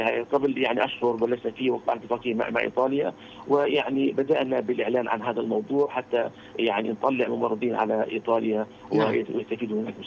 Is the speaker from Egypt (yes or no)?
no; Palestine; moved away; also born or lived in United States; كنا في امريكا وعدنا هنا كمان الى فلسطين